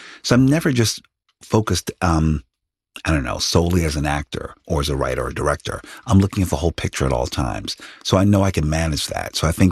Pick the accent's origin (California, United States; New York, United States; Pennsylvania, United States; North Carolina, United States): Pennsylvania, United States; Philadelphia; I come from a very humble place. I come from